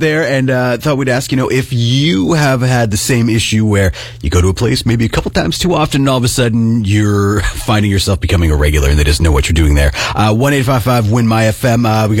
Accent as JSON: {"language": "English", "town": "Kemptville", "region": "Ontario", "country": "Canada", "tie": "born or raised there", "moved": "as an adult", "said": "when I was growing up in Kempville"}